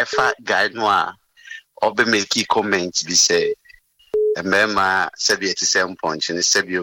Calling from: Ashalaja, Greater Accra, Ghana; I'm calling from Ashalaja.

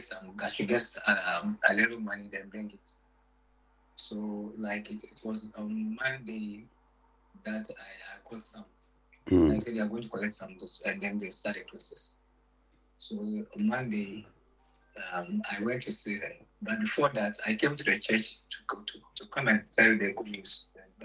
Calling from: Kumasi, Ashanti, Ghana; I'm calling from Kumasi.

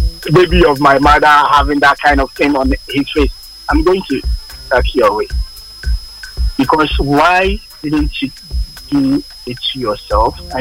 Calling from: Bono, Ghana; I'm also from Buno region, so I know Banda very well.

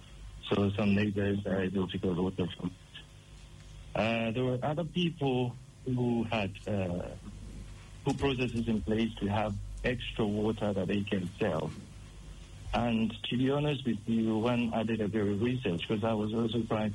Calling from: Tema, Greater Accra, Ghana; I'm calling from Tema, County 25.

